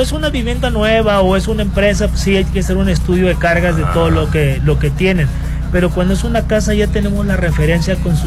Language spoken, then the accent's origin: Spanish; Escuinapa, Sinaloa, Mexico; yo soy de Escuinapa